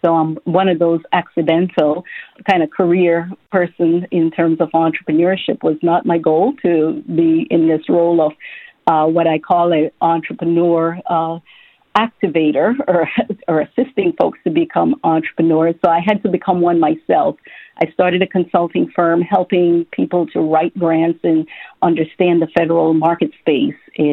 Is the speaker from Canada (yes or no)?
no; Belize; moved away as an adult; also born or lived in New Jersey / New York / Washington, D.C.; now in Atlanta, United States; I was born in Belize, Central America, and just had the fortunate time of spending some time there in the last couple of weeks. So grew up in Belize all the way through high school and then came to the United States to attend college.